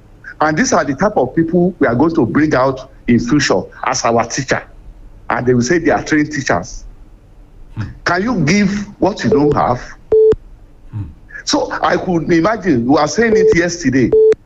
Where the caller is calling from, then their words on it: Akure, Ondo, Nigeria; This is the voice of … from Akure.